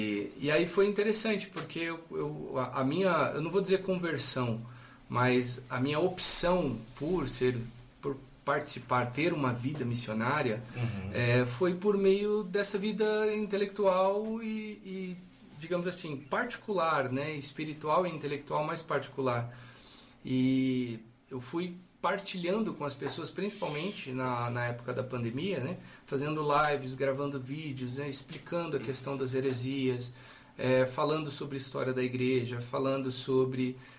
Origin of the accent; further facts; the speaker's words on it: Cachoeira Paulista, São Paulo, Brazil; now in Pindamonhangaba, Brazil; eu cresci em Cachoeira Paulista, né? Uhum. Eu nasci em Pindamonhangaba, hoje voltei a morar lá, né? Do meio da pandemia para cá, fomos morar para Pindamonhangaba. Uhum. Cresci em Cachoeira devido à vocação dos meus pais